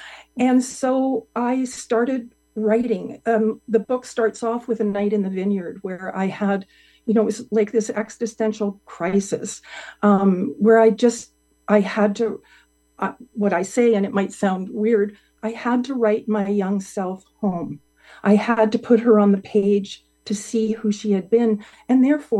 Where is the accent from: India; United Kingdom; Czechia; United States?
United Kingdom; Scotland; I'm Scottish